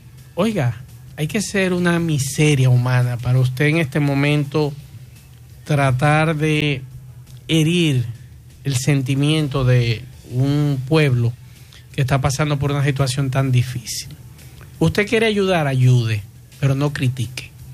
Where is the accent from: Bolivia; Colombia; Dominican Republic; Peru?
Dominican Republic; nosotros hemos dado a demostrar como dominicanos, y eso me hace sentir orgulloso